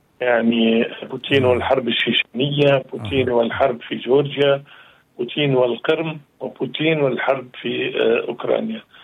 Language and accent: Arabic; Syria; أنا سوري الأصل